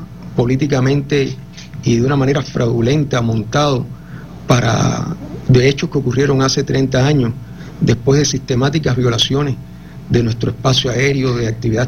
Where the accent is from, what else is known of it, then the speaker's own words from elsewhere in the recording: Cuba; el pueblo de Cuba, mi pueblo